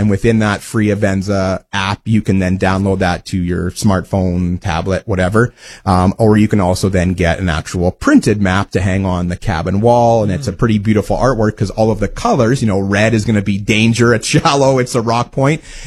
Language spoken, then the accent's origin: English; Wawota, Saskatchewan, Canada; Yeah, one of my first jobs as a kid growing up in Wawota, Saskatchewan. So I grew up in the southeast